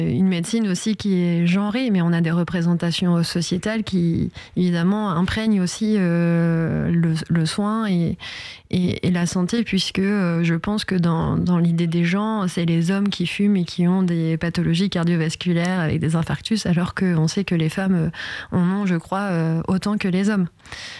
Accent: Caen, Normandy, France; je suis de Caen

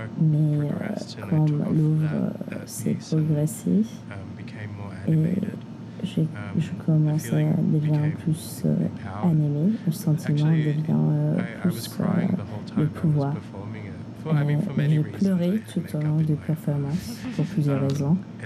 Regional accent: Australia; moi je n'ai pas grandi aux Philippines, j'ai grandi en Australie, mais je suis évidemment philippino.

